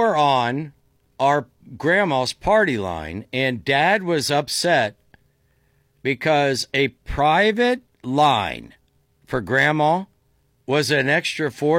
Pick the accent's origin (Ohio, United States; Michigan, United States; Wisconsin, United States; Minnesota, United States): Ohio, United States; Dover; I had to write a book about growing up in Mayberry, Dover, Ohio.